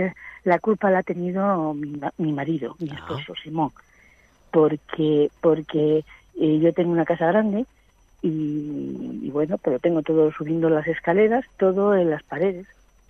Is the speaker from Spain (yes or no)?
yes; Madrid, Community of Madrid, Spain; Sí, sí, yo soy de Madrid.